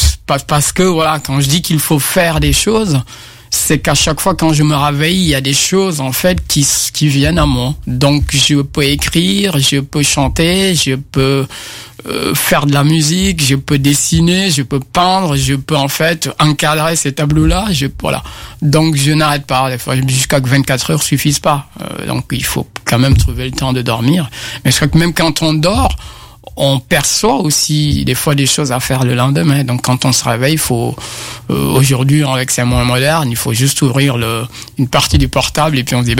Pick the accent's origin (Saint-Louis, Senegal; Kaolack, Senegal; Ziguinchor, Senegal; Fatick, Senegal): Ziguinchor, Senegal; Bignona; moved away as an adult; also born or lived in Dakar, Senegal / Tunisia / Morocco / Canada; now in Brittany, France; Né à Bignona en Casamance, dans le sud du Sénégal. Et depuis bientôt une quinzaine d'années ou plus, je vis en Bretagne.